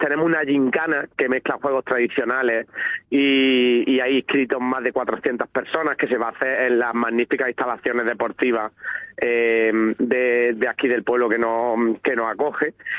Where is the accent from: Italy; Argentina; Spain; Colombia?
Spain; Andalusia; accent: Cordobés; now in Asturias, Spain; No. Yo mi acento es cordobés, yo soy andaluz. Y yo vine hace como 5 años